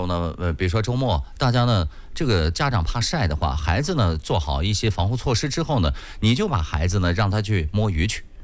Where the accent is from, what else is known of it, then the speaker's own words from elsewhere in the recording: Yinchuan, Ningxia, China; 咱们银川人说这个苗子啊